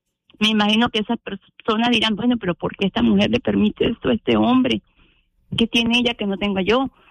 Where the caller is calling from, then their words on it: Venezuela; Venezuela.